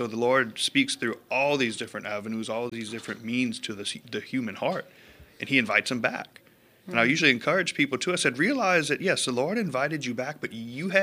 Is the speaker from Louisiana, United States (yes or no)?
yes; French Settlement, Louisiana, United States; I came from French Settlement, Louisiana. I graduated with a class of like 60 of us.